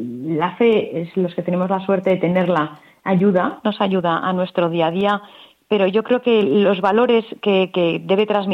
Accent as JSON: {"language": "Spanish", "region": "Canary Islands", "country": "Spain", "said": "todos los canarios como españoles"}